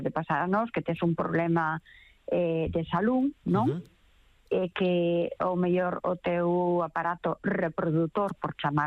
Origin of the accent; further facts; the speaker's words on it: O Grove, Galicia, Spain; Sí, que escriban como queiran, pero eu son do Grove con J punto.